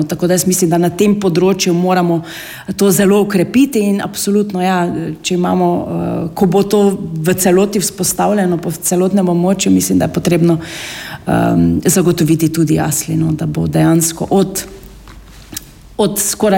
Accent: Styria, Slovenia; ker sem Štajerka.

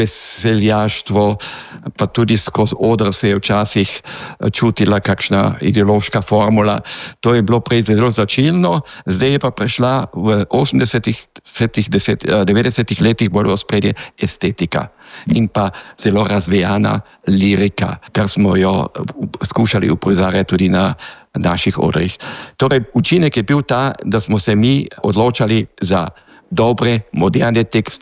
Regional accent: Carinthia, Austria; Koroški Slovenci pa seveda tega nismo čutili

